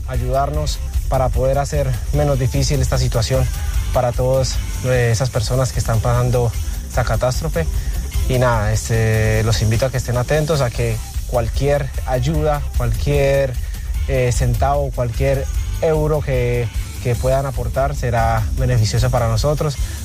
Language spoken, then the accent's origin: Spanish; Colombia; queremos invitarlos a que nos ayuden en estos momentos tan difíciles para nuestro pueblo colombiano.